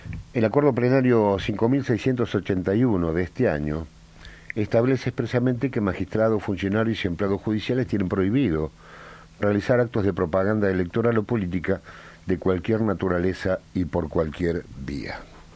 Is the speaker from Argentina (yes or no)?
yes; Argentina